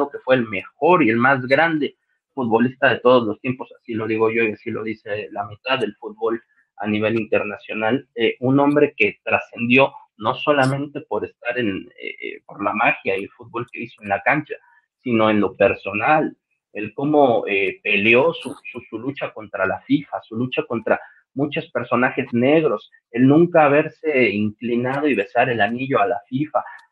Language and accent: Spanish; Mexico; como todo mexicano me chingué la rodilla también